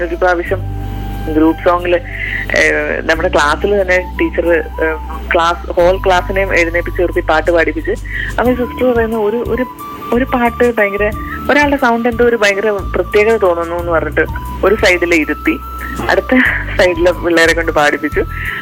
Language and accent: Malayalam; Kottayam, Kerala, India; moved away as an adult; now in Haripad, India; എൻ്റെ കുട്ടിക്കാലവും പഠിത്തം plus two വരെയൊക്കെ എന്ന് പറയുന്നത് കോട്ടയമാണ്.